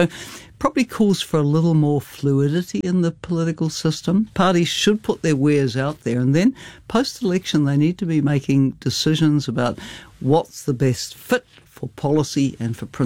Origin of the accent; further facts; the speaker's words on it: New Zealand; I love New Zealand. I'm a Kiwi. Apart from the 8 years at the United Nations Development Programme, I've lived here my entire life.